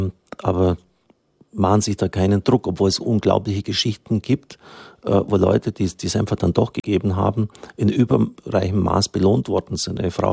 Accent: Swabia, Germany; bin ja auch ein Schwabe

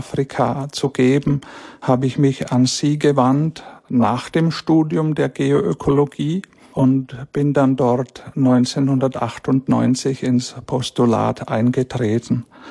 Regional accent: Pottenstein, Bavaria, Germany; moved away; Ich stamme gebürtig aus dem Erzbistum Bamberg, aus der Gemeinde Pottenstein in der Fränkischen Schweiz, eine auch sehr schöne Gegend aus einem kleinen Ort. Und in diesem kleinen Ort bin ich aufgewachsen

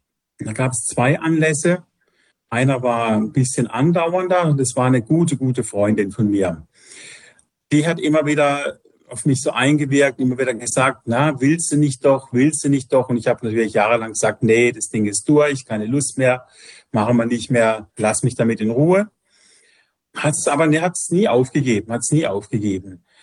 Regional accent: Freiburg, Baden-Württemberg, Germany; Also, ich kannte einen Herz-Jesu-Priester in meiner Heimatstadt in Freiburg.

